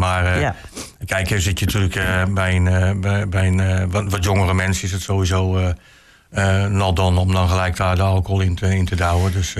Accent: Utrecht, Netherlands; born there; moved away as an adult; now in Ulft, Netherlands; Heel lang geleden uit Utrecht, dus geboren in Utrecht.

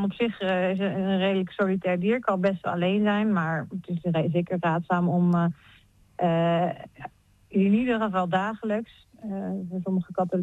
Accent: Uggelen, Gelderland, Netherlands; also born or lived in Utrecht / Leiden; now in Epe, Netherlands; Ik ben verhuisd naar Epe vanaf januari. Woon ik in Epe. Ik kom oorspronkelijk uit Uggelen, maar heb in Utrecht gestudeerd. In Groningen even gewoond en in Leiden een aantal jaren.

